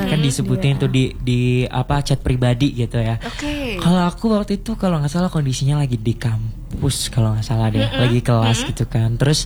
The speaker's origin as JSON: {"language": "Indonesian", "town": "Cilacap", "region": "Central Java", "country": "Indonesia", "tie": "born or raised there", "moved": "as an adult", "lives_now": "Malang, Indonesia", "said": "dulu kan masih di Cilacap ya kak, saya asli Cilacap"}